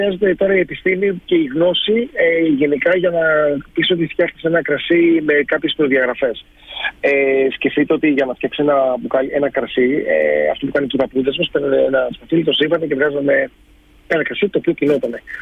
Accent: Kefalonia, Ionian Islands, Greece; Δεν είναι επειδή είμαι Κεφαλονίτης και το λέω.

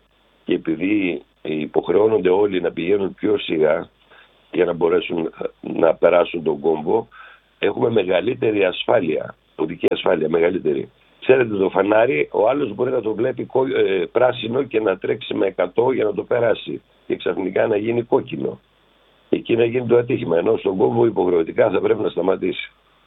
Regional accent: Thessaly, Greece; also born or lived in Argithea / Larissa; now in Volos, Greece; επειδή είμαι από την Αργιθέα, επειδή μεγάλωσα σε ένα χωριό των Φαρσάλων, επειδή σπούδασα στη Λάρισα, ήρθα στο Βόλο, τώρα γυρίζω όλη τη Θεσσαλία

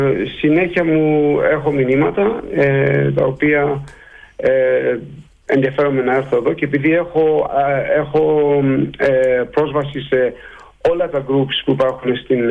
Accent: Greece; also born or lived in Amsterdam, Netherlands; now in Hoeven, Netherlands; Και αυτό το χωριουδάκι που είναι 60 χιλιόμετρα από το Τίλμπορ. Εδώ πέρα δεν υπάρχουν Έλληνες. Υπάρχω μόνο εγώ.

